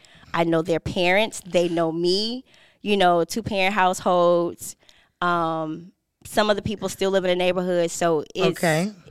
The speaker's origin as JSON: {"language": "English", "town": "Chicago", "region": "Illinois", "country": "United States", "said": "So I'm from Chicago, South Side."}